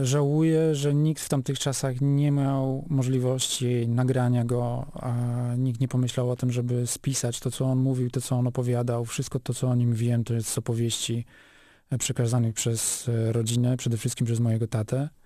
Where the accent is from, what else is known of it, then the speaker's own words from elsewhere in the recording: Niemodlin, Opole Voivodeship, Poland; Urodziłem się w Niemodlinie.